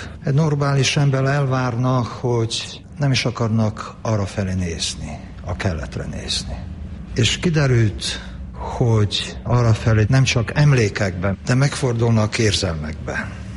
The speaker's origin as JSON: {"language": "Hungarian", "country": "Russia", "said": "Én, mint orosz ember, visszapillantok a hazám történetébe."}